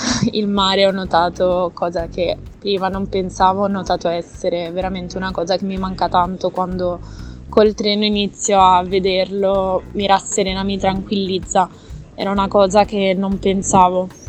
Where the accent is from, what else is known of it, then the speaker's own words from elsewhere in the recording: Imperia, Liguria, Italy; moved away as an adult; now in Novara, Italy; Vengo da Imperia, che è circa a 200 km da Novara. Sono più o meno 2 ore e mezza di macchina, ma sfortunatamente coi mezzi è mal collegata, quindi sono anche 4 ore e mezza, 5 di viaggio per tornare a casa.